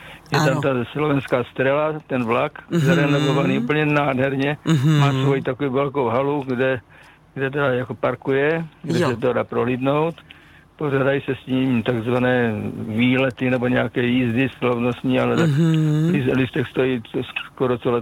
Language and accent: Czech; Kyjov, South Moravian Region, Czechia; born there; Je to Moravské Slovácko, mikroregion Bzenec. Narodil jsem se v Kyjově.